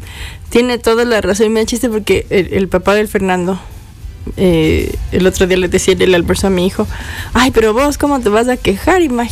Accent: Quito, Pichincha, Ecuador; also born or lived in Zamora; Incluso diría yo que me gusta más vivir en Zamora que en Quito. Y ya, pues es que soy quiteña, ¿no? Y mis papás viven en Quito. O sea, toda mi familia, mis papás, mis hermanos, mis tíos, todos viven en Quito. Pero me gusta más vivir en Zamora

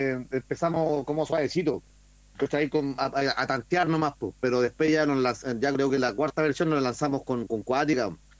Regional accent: Concepción, Biobío, Chile; yo soy de Barrio Norte, toda mi vida he vivido en Barrio Norte. Obviamente igual he tenido momentos en que me he cambiado de lugares por trabajo o por salir de la ciudad, pero siempre me he mantenido aquí en el barrio

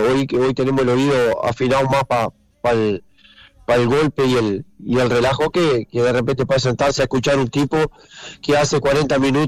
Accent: Florida, Uruguay; moved away as an adult; also born or lived in Sarandí del Yí, Durazno, Uruguay; now in Montevideo, Uruguay; yo soy nacido en un pueblito, o sea, soy nacido en Sarandí del Yí, me crié en un pueblito llamado Chilcas y Chingola, que queda casi en el centro de Florida, y después me vine a la capital. Pero toda la vida trabajé en el campo, o sea, me vine ya grande para la capital

